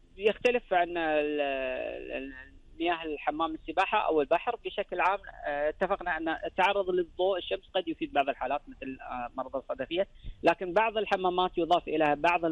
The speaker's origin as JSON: {"language": "Arabic", "country": "Kuwait"}